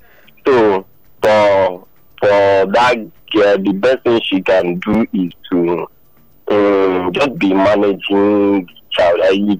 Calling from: Ikeja, Lagos, Nigeria; I'm calling from Ikeja.

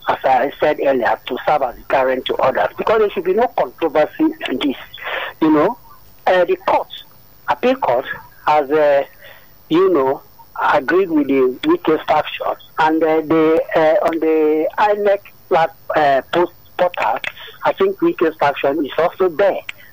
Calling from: Abaranje, Ikotun, Lagos, Nigeria; I'm calling from Abaranja in Ekotu.

